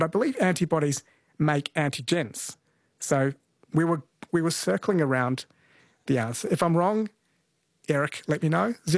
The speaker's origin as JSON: {"language": "English", "region": "Kerala", "country": "India", "tie": "born or raised there", "said": "When I grew up in Kerala, he was quite popular."}